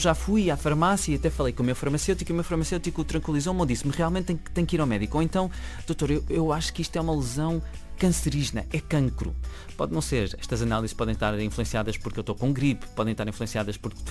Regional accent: Chaves, Norte, Portugal; eu sou de uma cidade pequenininha do norte, sou de Chaves, nós somos flavientes, temos uma dieta atlântica

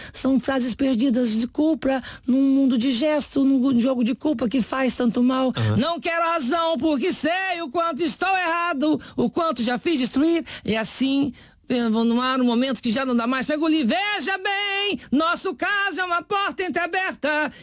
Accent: Minas Gerais, Brazil; moved away as an adult; now in São Paulo, Brazil; Quando eu saí de Minas Gerais com 20 anos de idade para São Paulo, estou em São Paulo há 41 anos de idade

